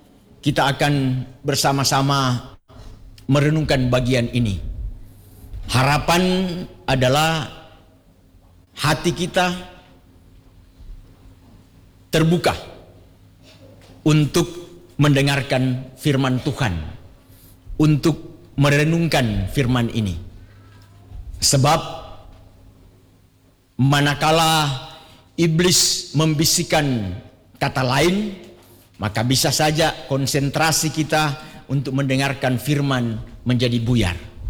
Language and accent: Indonesian; Bitung, North Sulawesi, Indonesia; saya orang Bitung. Pelabuhan Bitung itu cukup besar.